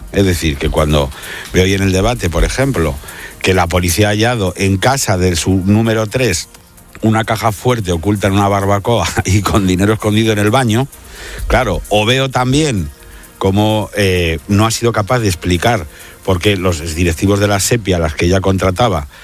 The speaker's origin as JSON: {"language": "Spanish", "region": "Andalusia", "country": "Spain", "said": "y luego, como andaluz, estrictamente, ¿cómo vas a votar a la persona que está dando privilegios fiscales a una comunidad más rica"}